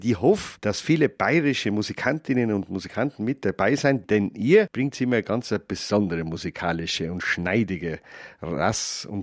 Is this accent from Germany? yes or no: no; Tyrol, Austria; wie man bei uns in Tirol sagt